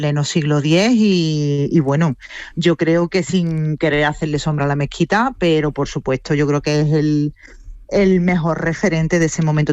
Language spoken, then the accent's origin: Spanish; Córdoba, Andalusia, Spain; y no lo digo como cordobesa orgullosa